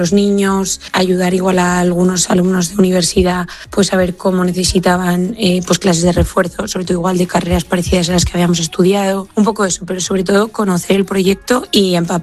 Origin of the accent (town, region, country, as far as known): Navarre, Spain; moved away as an adult; now in Honduras